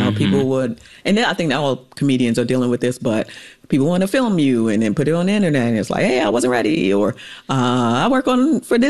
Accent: St. Thomas, U.S. Virgin Islands; I'm from the Virgin Islands. I'm from St. Thomas. And I've always wanted to do a show about back home.

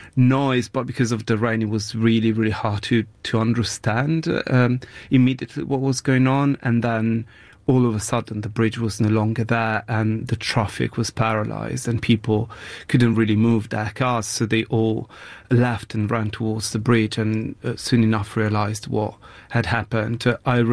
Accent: Genoa, Liguria, Italy; English is a second language; I'm originally from Genoa, and I was visiting my family because it was a public holiday.

